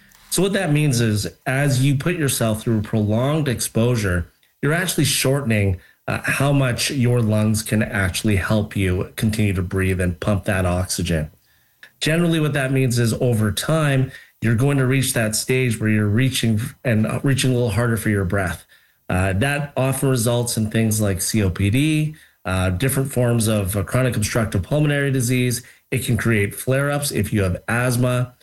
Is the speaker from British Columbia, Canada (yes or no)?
yes; British Columbia, Canada; as British Columbians